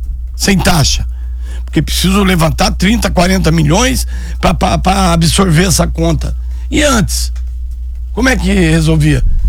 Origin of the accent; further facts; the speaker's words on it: São Paulo, Brazil; born there; eu nasci em São Paulo, vim com um mês de vida. Sou neto e filho de Caiçara, lá da Ponta Aguda, perto da Tabatinga.